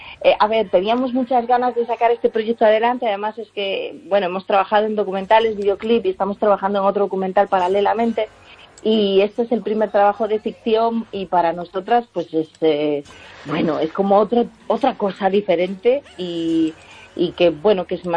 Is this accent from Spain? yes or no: yes; Galicia, Spain; Yo digo, bueno, los que somos muy gallegos, ¿no?